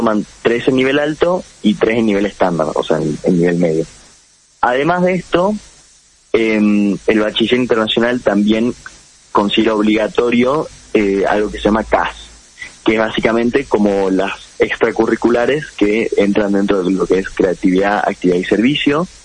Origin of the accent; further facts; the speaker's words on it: Salta, Argentina; yo soy un estudiante de UWC, de acá de Salta.